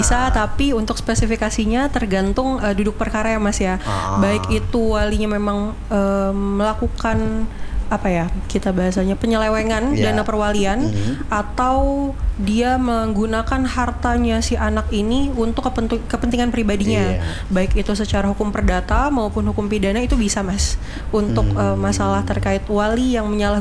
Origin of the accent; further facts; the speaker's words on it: Jakarta, Indonesia; moved away; Asalnya saya dari Jakarta.